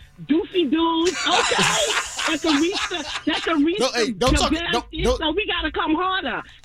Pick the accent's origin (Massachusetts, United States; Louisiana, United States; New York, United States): New York, United States; now in Virginia Beach, United States; I'm a New Yorker, boo. You can't hear my accent.